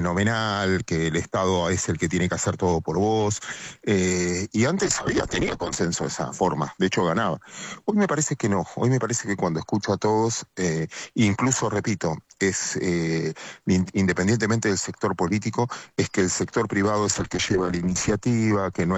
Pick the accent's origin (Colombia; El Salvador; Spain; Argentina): Argentina; Mar del Plata, Buenos Aires Province; Yo soy de Mar de Plata